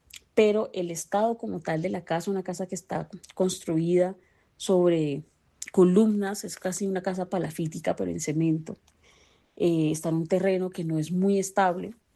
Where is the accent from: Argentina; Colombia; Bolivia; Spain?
Colombia